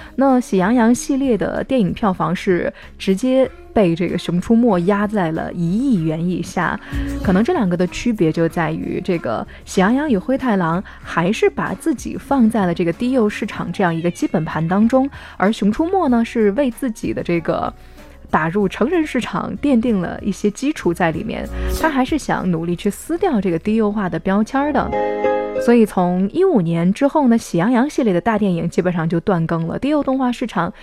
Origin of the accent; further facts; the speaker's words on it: China; 我们中国人